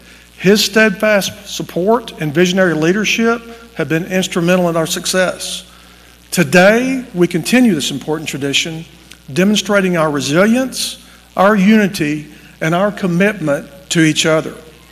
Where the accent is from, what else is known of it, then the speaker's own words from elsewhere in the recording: Tishomingo, Oklahoma, United States; our historic capital of Tishomingo. And this is my hometown, born and raised here. Love it here, still live here.